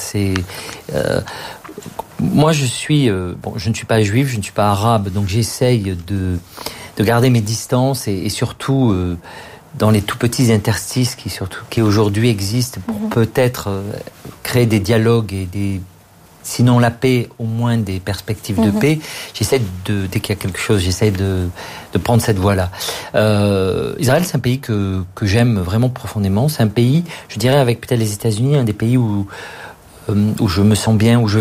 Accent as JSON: {"language": "French", "country": "France", "said": "moi je suis français"}